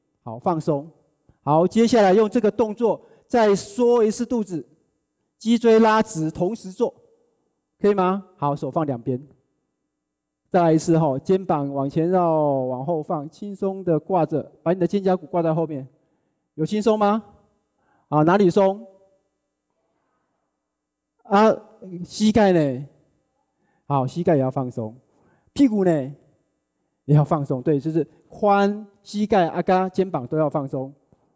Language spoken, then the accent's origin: Chinese; Hualien, Hualien County, Taiwan; 我自己是一个花莲人啊，从小在花莲长大。